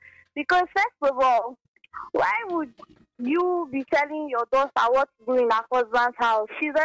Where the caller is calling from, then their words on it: Calabar, Cross River, Nigeria; I'm calling from Calabar South.